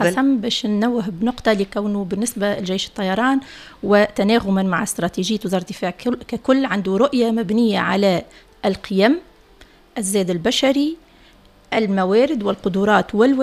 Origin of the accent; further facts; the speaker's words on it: Tunisia; بالنسبه لينا كتونسيين